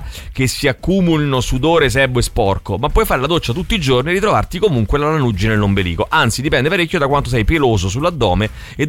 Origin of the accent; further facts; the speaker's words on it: Martinengo, Lombardy, Italy; il mio paese, in provincia di Bergamo, c'è la sagra della patata di Martinengo. Di Martinengo, rigorosamente.